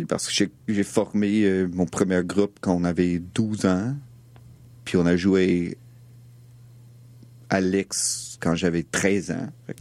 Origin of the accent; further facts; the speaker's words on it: Montreal, Quebec, Canada; moi, j'ai grandi ici à Montréal.